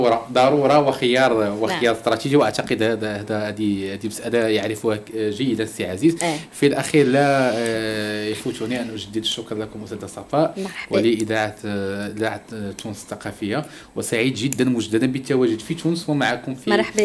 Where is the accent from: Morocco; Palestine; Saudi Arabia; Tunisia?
Morocco; وأنا طفل مغربي